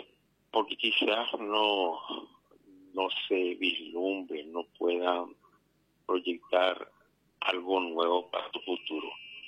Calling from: Paraguay

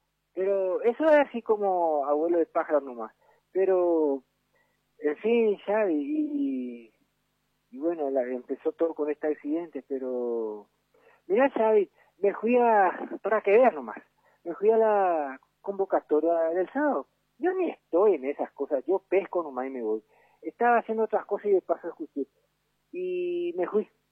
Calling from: Paraguay; Somos sencillos paraguayitos.

